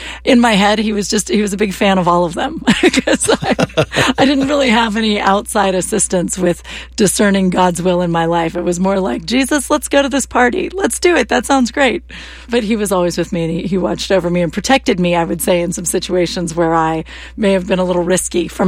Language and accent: English; United States; I'm an American. I grew up here. I was non-denominational Christian. And when I met my husband, he was Serbian Orthodox.